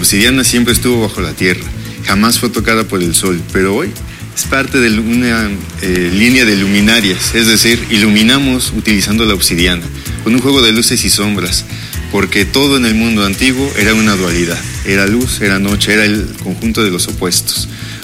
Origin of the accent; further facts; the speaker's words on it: San Martín de las Pirámides, State of Mexico, Mexico; soy de San Martín de las Pirámides, soy artesano de tercera generación